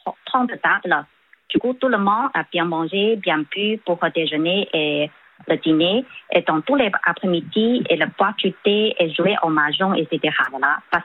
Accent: China; French is a second language; Et chez nous, en Chine, on n'a pas normalement, on justement fait une fête pour tout le monde.

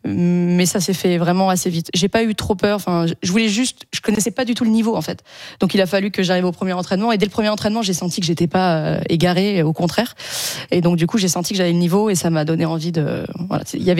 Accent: Auvergne-Rhône-Alpes, France; now in Paris, France; Au début, je me souviens que comme je suis montée très tôt à Paris, j'ai vite voulu dire « Non, mais je viens de Paris, je joue à Paris. » Et j'ai eu un complexe de dire que je venais d'Auvergne

